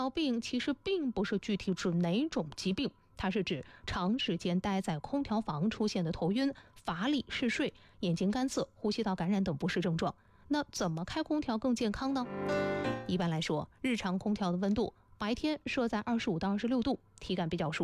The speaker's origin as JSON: {"language": "Chinese", "town": "Hefei", "region": "Anhui", "country": "China", "said": "我们合肥人"}